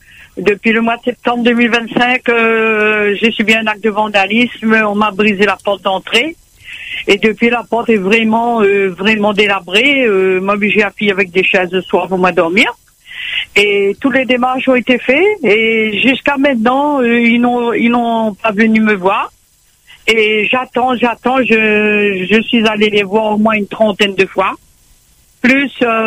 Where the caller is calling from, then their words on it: Saint-Benoît, Réunion; J'habite à Brassilly-Saint-Benoît.